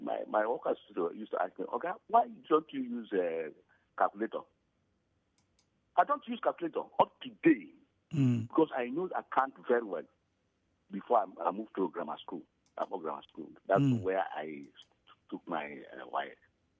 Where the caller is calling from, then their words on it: Central Region, Ghana; I am calling from Roboko.